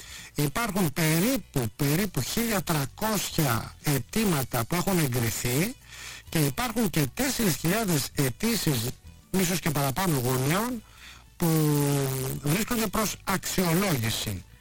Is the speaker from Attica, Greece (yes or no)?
yes; Rafina, Attica, Greece; εκεί στην πατρίδα μου, στο λιμάνι της Τραφίνας